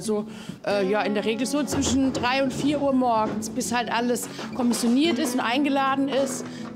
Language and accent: German; Gerolzheim, Bavaria, Germany; also als kleines Kind, ich komme ja auch aus Gerolzheim, bin ich eigentlich schon so als 8- oder 10-Jährige von meiner Mama immer auch mit dem Fahrrad hierher geschickt worden